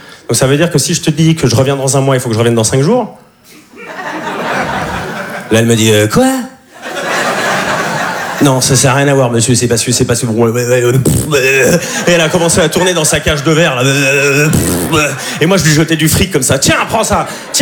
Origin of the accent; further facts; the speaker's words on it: Switzerland; Enfin, vous, vous me voyez comme un provincial, parce que je suis suisse